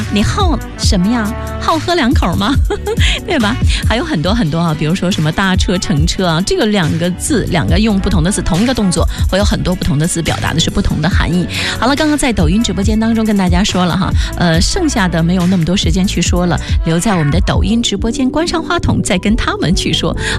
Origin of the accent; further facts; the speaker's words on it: China; first language Chinese; 我们中国的语言